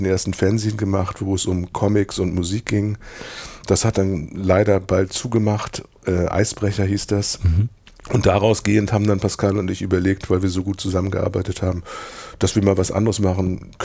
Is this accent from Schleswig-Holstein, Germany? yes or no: yes; Pinneberg, Schleswig-Holstein, Germany; also born or lived in Hamburg; ich komme aus Hamburg, aber ich habe in Pinneberg groß geworden.